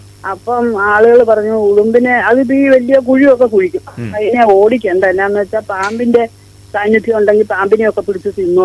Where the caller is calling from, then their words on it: Ettumanoor, Kerala, India; ഏറ്റുമാനൂരിൽ നിന്നാണ് വിളിക്കുന്നത്.